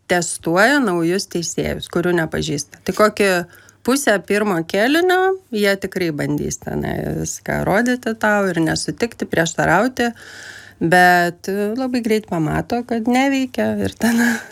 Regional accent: Vilnius, Vilnius County, Lithuania; aš užaugau Aklųjų rajone Vilniuje. Ir jis visai netoli LRT yra.

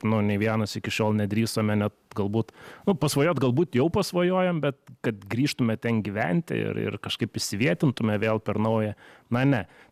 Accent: Panevėžys, Panevėžys County, Lithuania; moved away; su Paulimu esam iš Panevėžio, irgi savotiškai galbūt galėtume sakyti, kad Panevėžys mums yra namai, mes ten sugrįžtame

